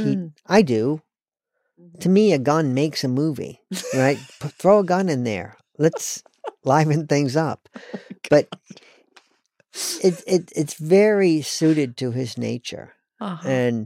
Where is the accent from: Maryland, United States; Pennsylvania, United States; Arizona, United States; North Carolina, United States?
North Carolina, United States; also born or lived in Western New York State; now in England; But I grew up in North Carolina. But my family moved from Western New York State when I was in second grade.